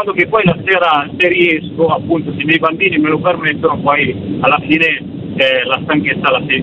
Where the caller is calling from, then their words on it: Milan, Lombardy, Italy; io sono di Milano